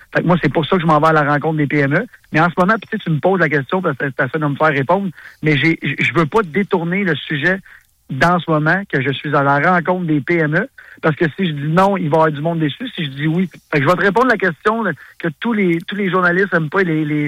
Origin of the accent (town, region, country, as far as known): Montreal, Quebec, Canada; now in Laval, Canada